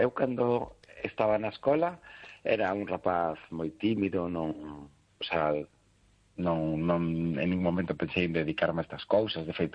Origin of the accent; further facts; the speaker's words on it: Cangas, Galicia, Spain; donde son contos de mujeres de Morrazo, que de donde son eu, de Cangas.